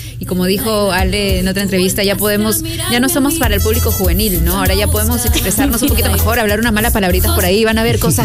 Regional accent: Lima, Peru; Yo soy del Rimac

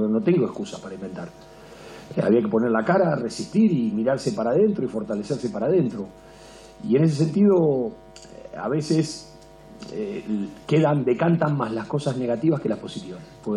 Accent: Argentina; Y esto se los dije a los jugadores como argentinos. Le digo, miren, yo le voy a decir una cosa como argentino, no como técnico de la selección paraguaya.

